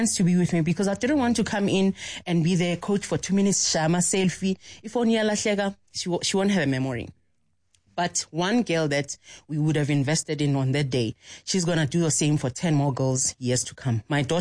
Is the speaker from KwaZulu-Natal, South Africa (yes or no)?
no; Alexandra, Gauteng, South Africa; I'm from Alex, you know?